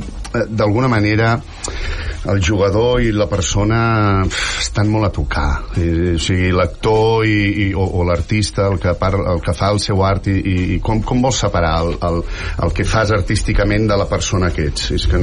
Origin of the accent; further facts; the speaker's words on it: Catalonia, Spain; jo sempre he parlat català en el meu país